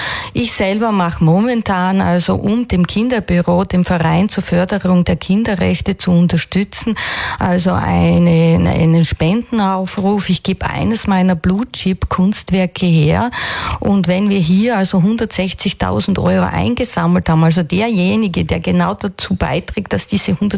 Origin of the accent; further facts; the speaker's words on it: Bärnbach, Styria, Austria; Ich kann mich erinnern, also bei uns in Bernbach gibt es ja diese tolle Hundertwasserkirche und wie ich 16, 17 Jahre alt war und eben mit meinem Moped vorbeigefahren